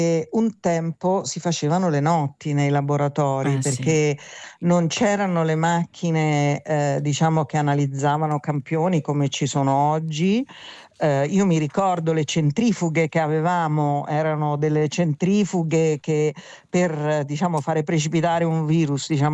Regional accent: Rome, Lazio, Italy; moved away as an adult; io sono di Roma

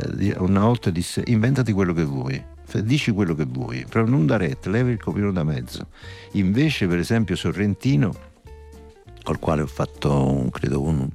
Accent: Naples, Campania, Italy; Io qui sono napoletano, figurati.

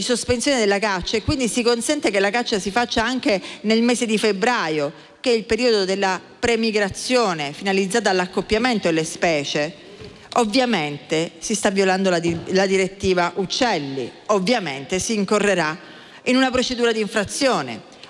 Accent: Sicily, Italy; Io vengo dalla Sicilia.

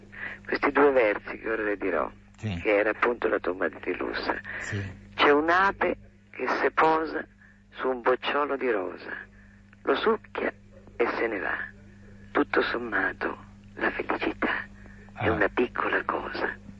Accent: Rome, Lazio, Italy; born there; No, la famiglia di origine di Zurigo, ma un'origine molto lontana, perché sono, sì, tre generazioni da mio padre che sono italiani.

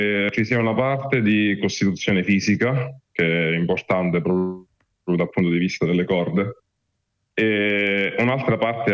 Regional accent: Marsicovetere, Basilicata, Italy; Io vengo dalla Basilicata, Marsico Vetere, in Val d'Agri.

